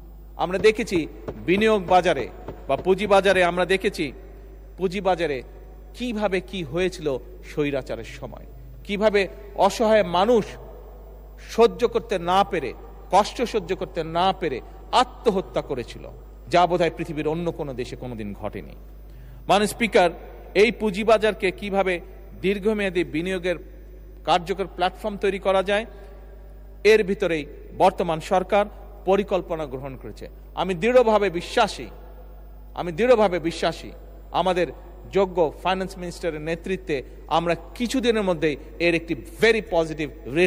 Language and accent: Bangla; Bangladesh